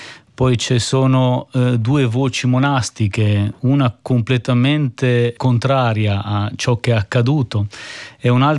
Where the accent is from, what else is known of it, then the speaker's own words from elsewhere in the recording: Verona, Veneto, Italy; moved away as an adult; also born or lived in Parma / Trieste; now in Koper, Slovenia; nostra famiglia in teoria viene da Savona, solo che banalmente mio padre si è sposato con una veronese e io sono nato a Parma per caso, perché vivevano a Parma in quel periodo, e poi mi sono trasferito a Verona, sono cresciuto a Verona e sono venuto a Trieste a fare l'università